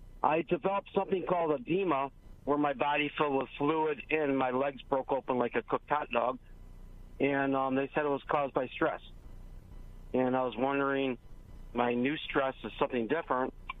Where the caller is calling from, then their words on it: Hawaii, United States; Yeah, I'm calling from Maui, Hawaii. Like 3 years ago, I made the mistake of moving here, and I moved to the town of Lahaina